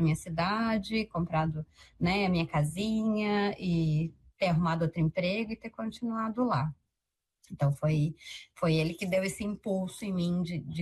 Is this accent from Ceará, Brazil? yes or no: no; São Paulo, Brazil; vim lá do interior de São Paulo, parece que nunca sonhei tão alto.